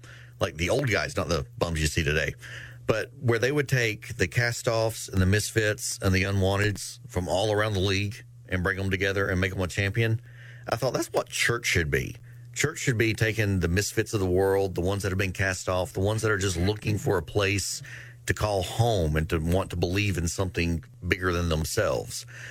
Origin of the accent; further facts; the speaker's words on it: Virginia, United States; I grew up in Buchanan County.